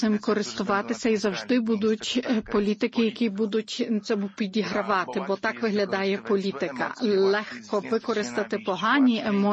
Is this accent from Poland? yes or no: yes; Poland; як поляк і громадянин